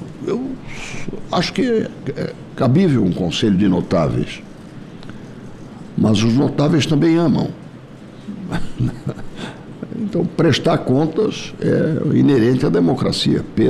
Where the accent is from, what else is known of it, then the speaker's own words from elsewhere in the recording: South Region, Brazil; eu sou do sul do Brasil.